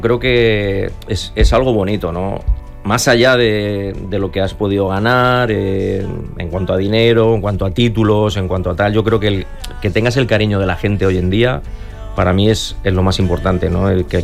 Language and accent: Spanish; Aldaya, Valencian Community, Spain; Y encima en mi pueblo, que bueno, al final Aldaya para mí siempre ha sido pues un sitio donde yo me he criado, donde yo empecé.